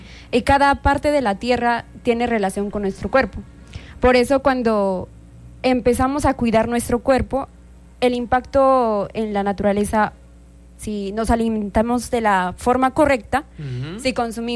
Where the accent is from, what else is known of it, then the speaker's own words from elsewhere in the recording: Peru; moved away; Yo por eso como peruana conocí de esta fundación en mi país